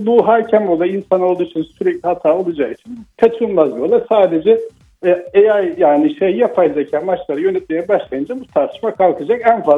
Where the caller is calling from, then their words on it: Istanbul, Turkey; İstanbul'dan arıyorum.